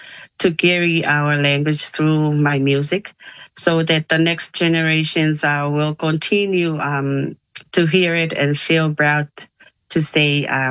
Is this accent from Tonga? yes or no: yes; Tongamalolo, Tonga; moved away as an adult; now in New Zealand; But I am a proud Tongan woman who loves music. I was born and raised in Tonga in a beautiful village of Tongamalolo, where my dad is from.